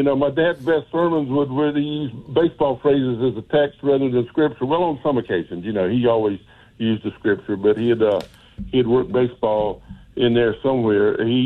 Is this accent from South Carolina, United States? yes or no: yes; Gaffney, South Carolina, United States; You know, I'm from Gaffney. I finished Gaffney High School, first 3 years of integration.